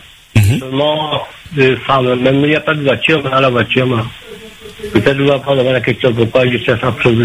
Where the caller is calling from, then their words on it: Saint-Denis, Réunion; Moi, j'habite à Saint-Denis.